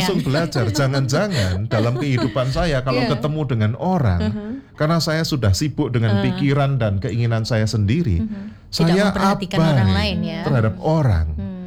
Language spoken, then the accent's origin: Indonesian; Kediri, East Java, Indonesia; now in Surabaya, Indonesia; Salam Pak, saya itu asli dari Kediri Pak. Walaupun sudah 21 tahun di Surabaya. Asli saya Kediri.